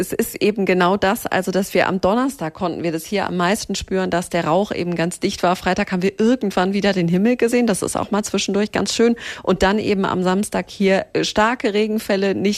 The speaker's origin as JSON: {"language": "German", "country": "Germany", "said": "die mich auch gefragt haben, wo kommst du denn her? Habe ich gesagt, aus Deutschland."}